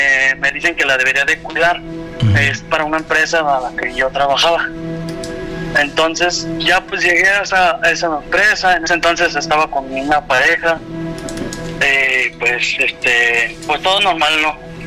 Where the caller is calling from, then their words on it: Aguascalientes, Mexico; Desde Aguascalientes. Aguascalientes